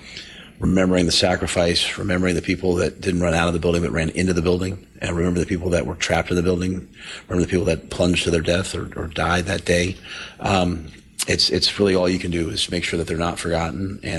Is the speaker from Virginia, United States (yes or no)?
no; New York, United States; And I'll never forget, A, you know, being at UCLA, being a New Yorker, watching that happen.